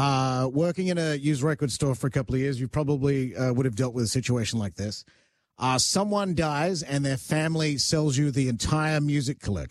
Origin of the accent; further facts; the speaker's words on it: Australia; I remember, because I grew up in Australia, I remember you could go into like whatever the version of the dollar store was in Australia